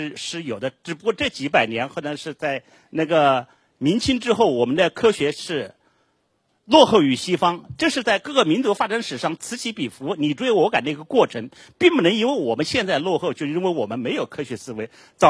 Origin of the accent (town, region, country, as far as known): China